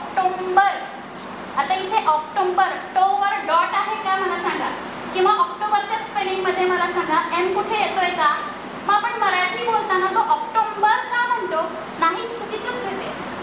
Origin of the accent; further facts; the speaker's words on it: Jalgaon, Maharashtra, India; आपल्या जळगावकडे फार प्रॉब्लेम आहे. न चा न आणि ड चा अ चा ड.